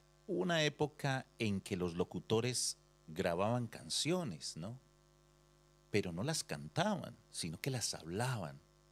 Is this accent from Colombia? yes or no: yes; Colombia; Yo recuerdo en mi país, en Colombia, locutores como ya como el gran Otto Greifenstein